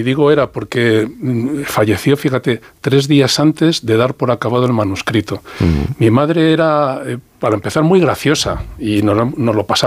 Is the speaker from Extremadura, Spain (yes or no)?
no; Madrid, Community of Madrid, Spain; born there